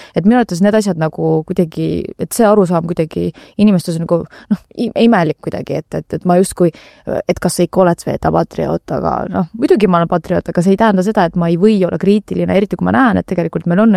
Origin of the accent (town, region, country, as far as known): Tallinn, Harju County, Estonia; born or raised there